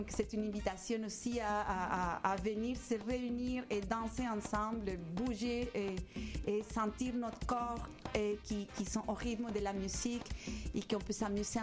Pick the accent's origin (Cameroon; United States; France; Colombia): Colombia; French is a second language; now in Quebec City, Canada; Ça fait longtemps qu'on habite à Québec. On vient de la Colombie